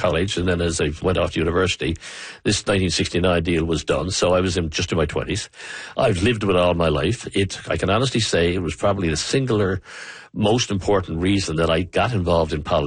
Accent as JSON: {"language": "English", "region": "Newfoundland and Labrador", "country": "Canada", "said": "Because this is really important to me as a Newfoundlander and a Labradorian."}